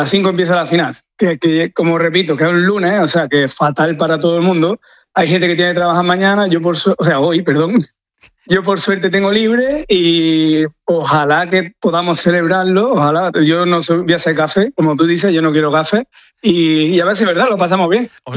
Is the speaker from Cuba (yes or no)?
no; Lucena, Andalusia, Spain; Además, soy paisano de Manolo Lama, soy de Lucena.